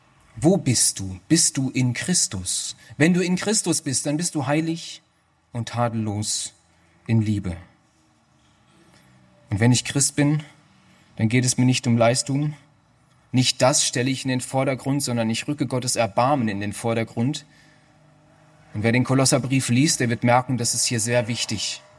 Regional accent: Germany; Ich bin dankbar, dass ich in Deutschland aufgewachsen bin. bin dankbar, dass die Bildung in diesem Land mir alles ermöglicht hat.

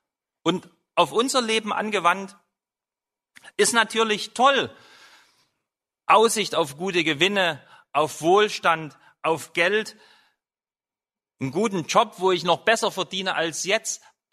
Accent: East Germany, Germany; Ich bin in der DDR groß geworden als Christ

